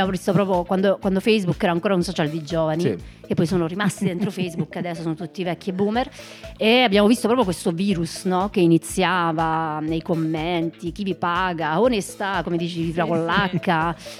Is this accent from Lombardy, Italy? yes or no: no; Stigliano, Basilicata, Italy; Nel centro proprio della Basilicata